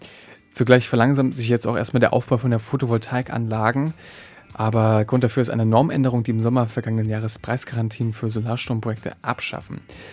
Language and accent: German; Berlin, Germany; Ich komme aus Berlin